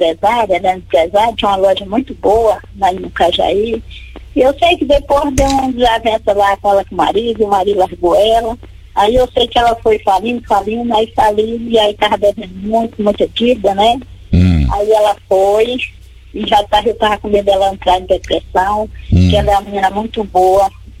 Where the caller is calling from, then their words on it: Mucajaí, Roraima, Brazil; Eu falo aqui de Roraima, mas no estudo de Mucajaí.